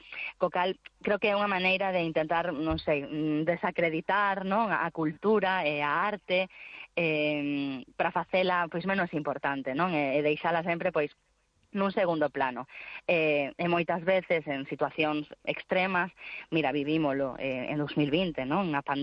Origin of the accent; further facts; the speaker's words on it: Galicia, Spain; temos moita experiencia de sair fora de Galicia e descubrimos que pois que en Galicia, claro, a ver, nós tamén somos creadoras galegas